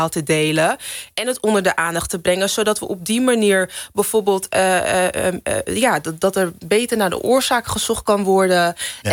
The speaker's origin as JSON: {"language": "Dutch", "country": "Netherlands", "tie": "born or raised there", "said": "En ik ben geboren getogen in Nederland, maar ik ben wel opgevoed in een echt Nigeriaans huis."}